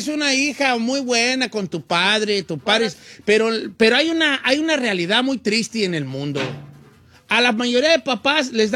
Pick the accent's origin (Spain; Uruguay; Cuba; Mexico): Mexico; Michoacán; porque yo soy de Michoacán.